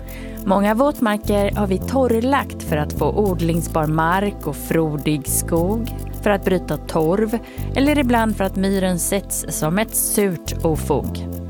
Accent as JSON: {"language": "Swedish", "town": "Gothenburg", "region": "Västra Götaland County", "country": "Sweden", "accent": "Gothenburg dialect (göteborgska)", "said": "Jag kände hur min göteborgska trängde igenom på R-et där."}